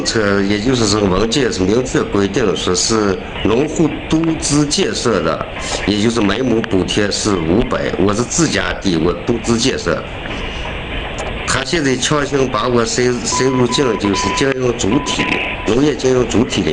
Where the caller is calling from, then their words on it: Shangdu County, Ulanqab, Inner Mongolia, China; 我是内蒙古邵州县七台镇姚家村的